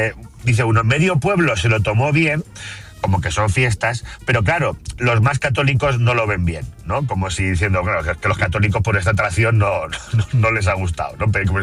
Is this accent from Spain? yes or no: yes; Picón, Castilla-La Mancha, Spain; he pasado por la plaza de mi pueblo